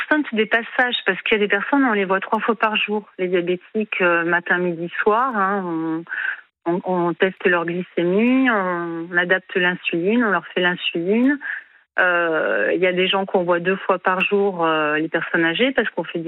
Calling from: Nouvelle-Aquitaine, France; Je suis en Nouvelle-Aquitaine, je suis au nord de Bordeaux, à 40 km à peu près. Je travaille à Saint-Savin, je suis à un quart d'heure, déjà 15 km de mon domicile.

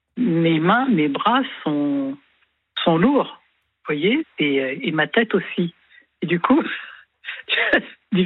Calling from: Paris, Île-de-France, France; J'habite à Paris.

